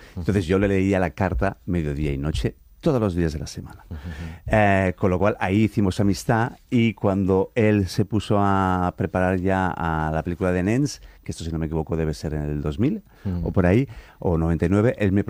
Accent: Valencian Community, Spain; además yo que soy valenciano, imagínate, el esperpento para mí es como el pan nuestro de cada día

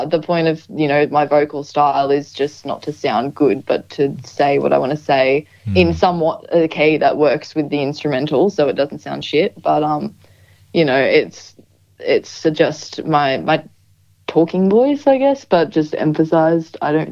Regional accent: Queensland, Australia; Oh yeah, I'm just from Queensland.

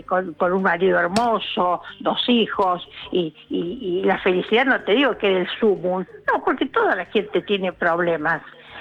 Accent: Córdoba, Argentina; now in Buenos Aires, Argentina; Cuando viví en Córdoba todavía, pues yo no soy de Buenos Aires, soy de Córdoba.

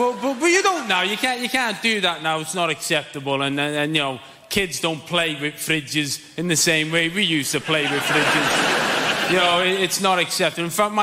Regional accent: Liverpool, North West England, United Kingdom; I'm from Liverpool.

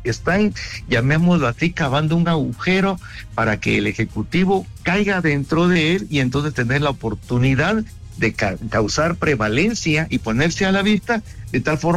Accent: Guatemala

